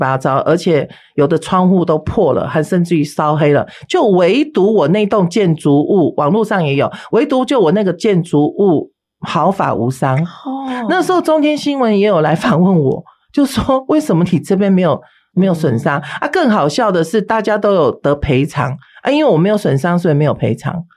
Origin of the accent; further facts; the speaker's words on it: Taiwan; 我父母都是外省人，都是外省，都是大陆人哈。好，那我是出生在台湾的外省的第二代。那么我们从小从出生在正宣村里面是没有在拿香拜拜的啊